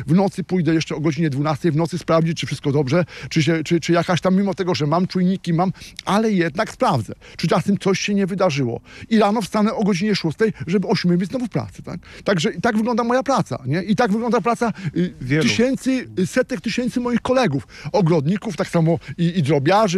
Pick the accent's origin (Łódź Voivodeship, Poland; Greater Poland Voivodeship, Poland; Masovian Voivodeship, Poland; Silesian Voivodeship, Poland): Greater Poland Voivodeship, Poland; pochodzimy z Wielkopolski, jesteśmy rodziną.